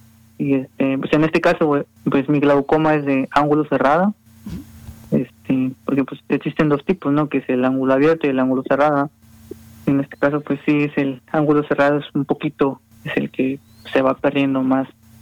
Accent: Poza Rica, Veracruz, Mexico; also born or lived in Puebla; regresé otra vez a mi ciudad de origen, a Poza Rica

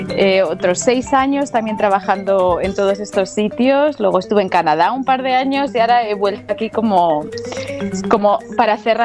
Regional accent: Madrid, Community of Madrid, Spain; moved away as an adult; No, soy española de Madrid, de la capital. Y bueno, yo crecí allí, viví allí muchos años y luego mi carrera profesional ha sido casi siempre fuera de España.

